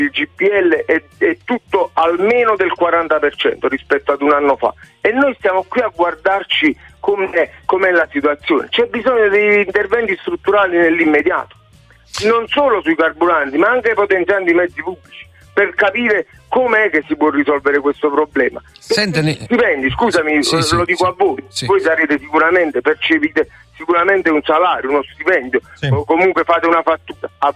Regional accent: Naples, Campania, Italy; born or raised there

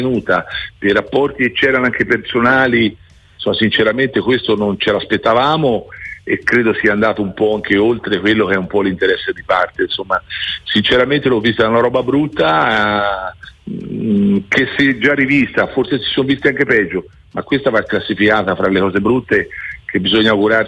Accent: Tuscany, Italy; io in Toscana, in campagna alle mie parti

